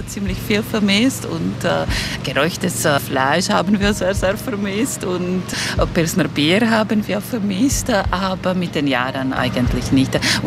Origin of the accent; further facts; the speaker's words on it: Czechia; moved away as an adult; now in Sardinia, Italy; Und ich fühle mich mehr als Sardin als Tschechin, muss ich sagen. Ja, natürlich, etwas Tschechisches bleibt immer.